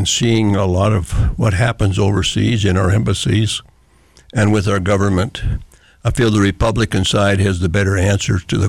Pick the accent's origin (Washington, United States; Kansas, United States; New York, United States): Washington, United States; Lynden; Well, I'm a true Whatcom Countyite. I was born up in Linden on a dairy farm. Spent the first 21 years on the farm.